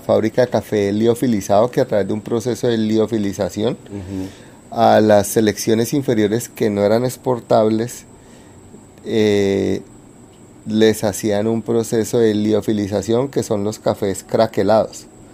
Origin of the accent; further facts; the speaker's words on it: Colombia; porque somos colombianos